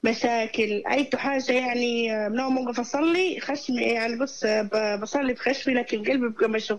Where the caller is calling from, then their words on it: Aswan, Aswan Governorate, Egypt; من اسوان.